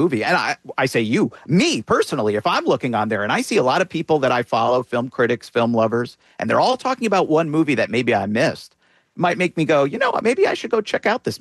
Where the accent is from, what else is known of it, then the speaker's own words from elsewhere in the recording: New Jersey, United States; I grew up in New Jersey. I'm a New York area native. I've never lived in Chicago